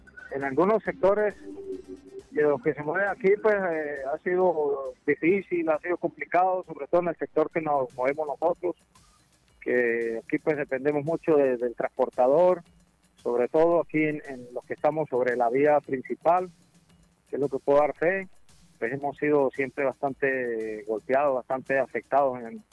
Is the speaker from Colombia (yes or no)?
yes; Colombia; que podamos estar todos contentos, unánimes, unidos como colombianos